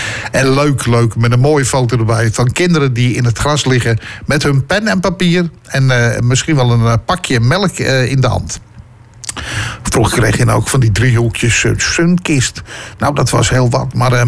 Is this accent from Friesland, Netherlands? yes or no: no; Purmerend, North Holland, Netherlands; Ja, ik kom uit Purmerend. Ik denk zo, ja, dat is nogal te horen.